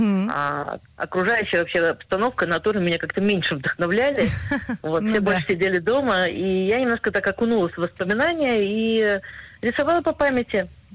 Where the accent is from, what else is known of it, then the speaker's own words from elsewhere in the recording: Minsk, Belarus; now in Haifa, Israel; я родилась в Советском Союзе, я приехала в 90-м году из Беларуси, из Минска, со всей своей большой семьей в Хайфу, и я хайфский художник